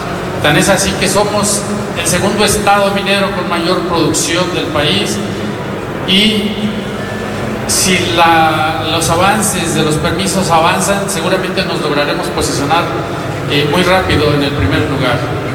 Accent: Zacatecas, Mexico; Yo soy zacatecano y lo presumo con mucho orgullo

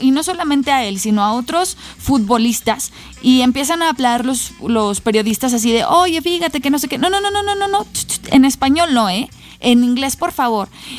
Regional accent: Mexico; no todos los mexicanos hablamos al 100% inglés

